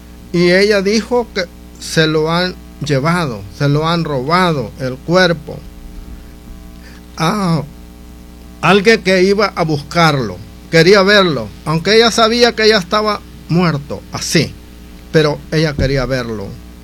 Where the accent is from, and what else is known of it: El Salvador